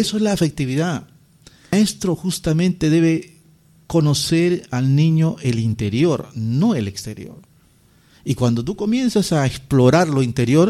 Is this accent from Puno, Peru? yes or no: no; Rioja, San Martín, Peru; now in Tocache, Peru; Yo soy de Rioja.